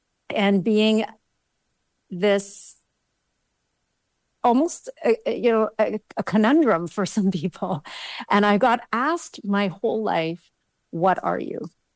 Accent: Calgary, Alberta, Canada; As you said, I was born and raised in Calgary. in the mid 70s and 80s. So back then it was a very different city.

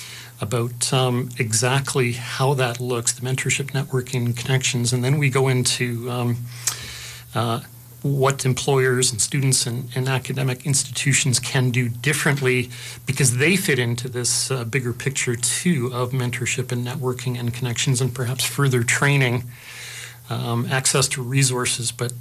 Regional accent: Calgary, Alberta, Canada; Even for people who were born in this country, as I was, and actually born and raised in Calgary, and I'm 62 years old now

